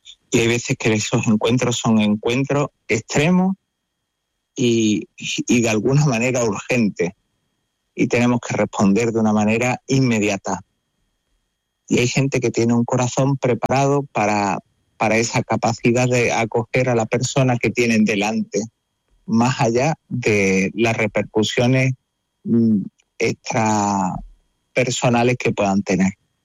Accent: Ceuta, Spain; Mi pueblo de Ceuta es muy peculiar porque es un cruce de cultura, de religiones, pero son todos personas.

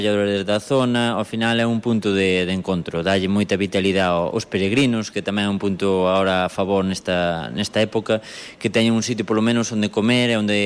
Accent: San Cristóbal de Cea, Galicia, Spain; Non, eu son do concello veciño, son de San Cristóbal de Cea.

